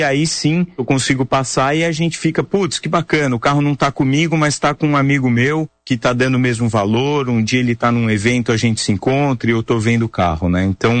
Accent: São Paulo, Brazil; minha família é aqui de São Paulo, né? Fui criado aqui em São Paulo.

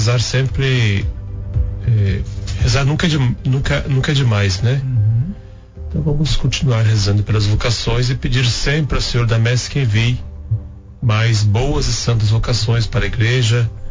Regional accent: Paraná, Brazil; born there; moved away

